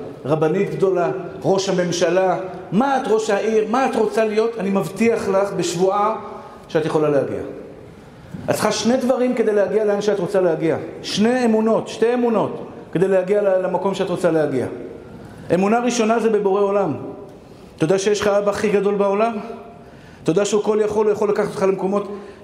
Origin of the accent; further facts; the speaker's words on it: Bnei Brak, Tel Aviv District, Israel; אני דוס מבני ברק, אתם רואים זקן לבן, כיפה שחורה, בני ברקי